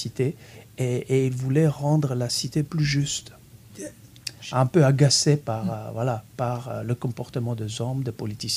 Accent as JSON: {"language": "French", "country": "Greece", "tie": "born or raised there", "second_language": "French", "moved": "yes", "said": "Quand j'ai grandi en Grèce, je n'ai pas eu cette chance, venant d'une famille ouvrière."}